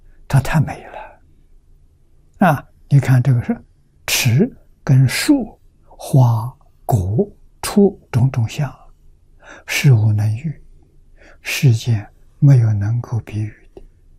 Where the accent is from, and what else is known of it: China